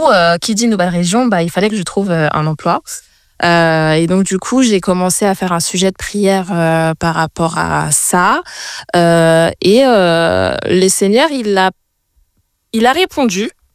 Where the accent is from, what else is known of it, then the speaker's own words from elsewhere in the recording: Île-de-France, France; Je viens de la région parisienne.